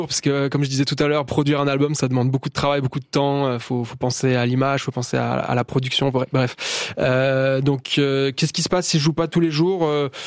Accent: France; born there; moi je suis né en France, mon papa est brésilien, j'ai une grande partie de ma famille qui est au Brésil, dont ma sœur et mon frère. Et en fait, j'ai jamais vécu vraiment au Brésil, j'y vais depuis que je suis petit, régulièrement.

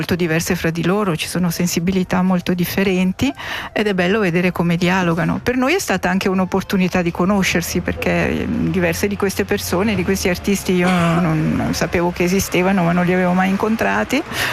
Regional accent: Ticino, Switzerland; noi siamo di Castello

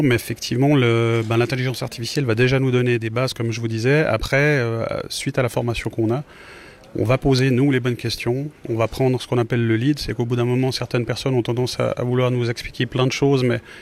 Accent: Montreux, Vaud, Switzerland; je viens de Montreux

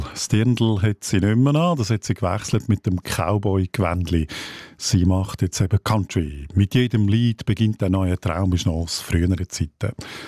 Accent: Aargau, Switzerland; Dann kommen wir zu meiner Heimat, zu meinem Heimatkanton. Die vierte Behauptung. Der Kanton Aargau, behaupte ich, grenzt auch an Kanton Uri.

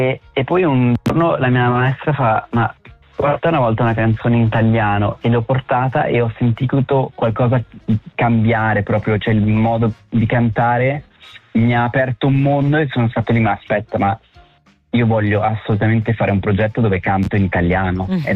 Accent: Switzerland; certa gente sa che sono svizzero

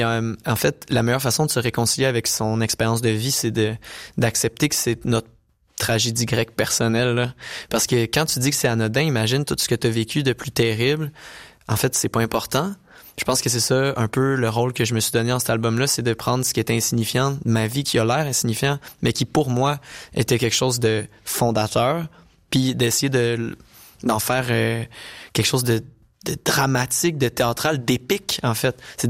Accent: Saint-Hyacinthe, Quebec, Canada; je viens de Saint-Hyacinthe au Québec, au Canada.

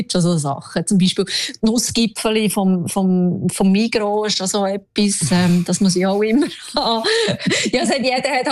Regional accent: Fribourg, Switzerland; moved away as an adult; now in Småland, Sweden; ich bin Freiburger.

